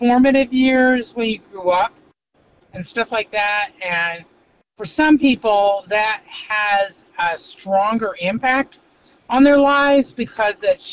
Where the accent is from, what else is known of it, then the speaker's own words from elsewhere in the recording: Indiana, United States; because I was born and raised in Indiana, and I went to college in Indiana